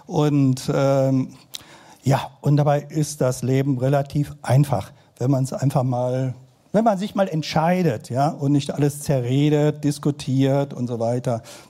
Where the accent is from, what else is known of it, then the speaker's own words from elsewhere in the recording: Rhineland, Germany; Also wir kommen ja aus dem Rheinland.